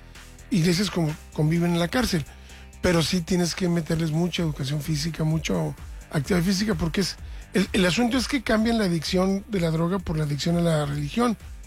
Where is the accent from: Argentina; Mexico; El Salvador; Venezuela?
Mexico